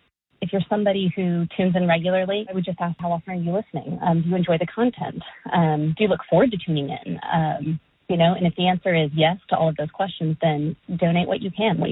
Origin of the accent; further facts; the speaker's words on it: Fort Worth, Texas, United States; I am from Fort Worth.